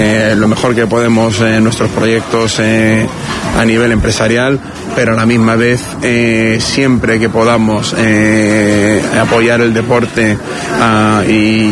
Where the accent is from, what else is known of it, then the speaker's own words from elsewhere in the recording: Marbella, Andalusia, Spain; Somos de Marbella, estamos orgullosos de decir que somos empresarios marbellís, maragueños, andaluces, ¿no?